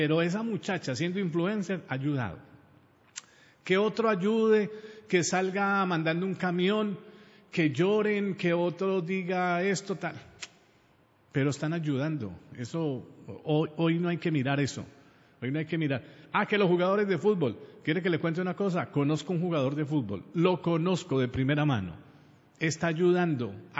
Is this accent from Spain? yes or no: no; Colombia; Nosotros los colombianos decimos tinto, no como los europeos, los españoles, que le dicen tinto al vinito rojo pequeño. No, nosotros le decimos tinto.